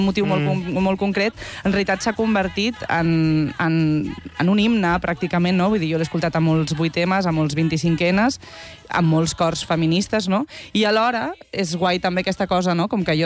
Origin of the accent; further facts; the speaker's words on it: Sant Joan de les Abadeses, Catalonia, Spain; a Sant Joan de les Abadeses, al meu poble